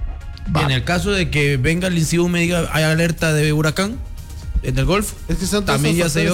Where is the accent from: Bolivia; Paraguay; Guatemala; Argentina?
Guatemala; yo no como guatemalteco